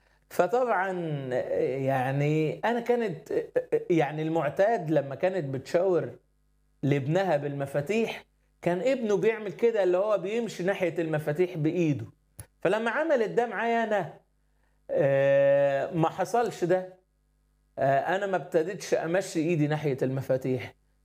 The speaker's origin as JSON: {"language": "Arabic", "town": "Asyut", "region": "Asyut Governorate", "country": "Egypt", "said": "أنا أصلا من أسيوط. أنا اتولدت كفيف، واتولدت في أسرة مسيحية."}